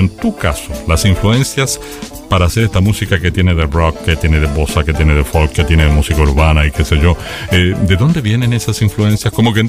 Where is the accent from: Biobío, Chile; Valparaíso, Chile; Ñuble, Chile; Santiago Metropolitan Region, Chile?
Valparaíso, Chile; yo nunca he negado que soy guanderinísimo como buen porteño